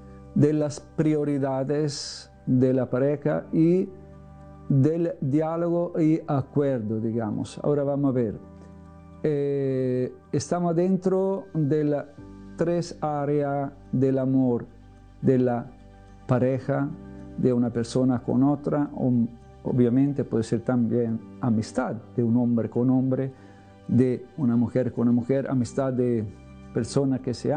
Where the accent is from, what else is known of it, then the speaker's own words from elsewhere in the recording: Brooklyn, New York, United States; Yo vengo, soy de New York, mejor vengo de Visitation, Richard Street 98, Brooklyn.